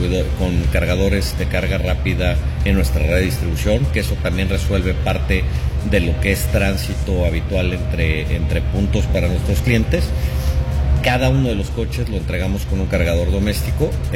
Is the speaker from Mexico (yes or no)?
yes; Mexico; para nosotros como mexicanos